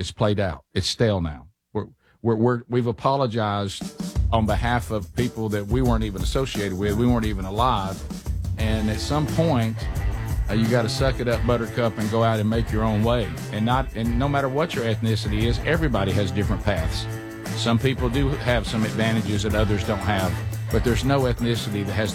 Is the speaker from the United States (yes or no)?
yes; Alabama, United States; I'm also tired of people assuming, since I'm from Alabama, that I'm dumb.